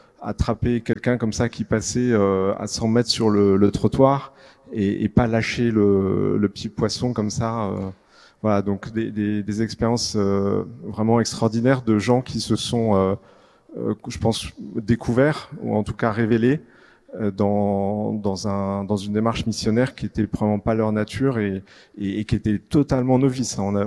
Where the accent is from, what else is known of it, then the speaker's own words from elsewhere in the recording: Paris, Île-de-France, France; Donc on est parisien, on vit dans le 16e à Paris et notre paroisse c'est Saint-Honoré-d'Eylau.